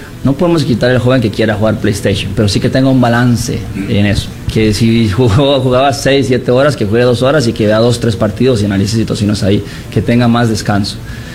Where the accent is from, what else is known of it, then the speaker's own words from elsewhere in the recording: Costa Rica; nosotros no tenemos ejército en Costa Rica, pero de cierta manera somos el ejército de Costa Rica, representando al país por medio del fútbol.